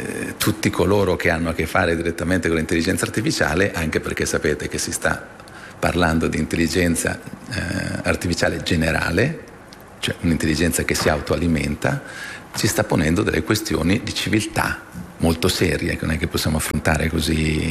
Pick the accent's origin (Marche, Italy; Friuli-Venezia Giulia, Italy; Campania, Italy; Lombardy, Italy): Lombardy, Italy; Milan; io sono di Milano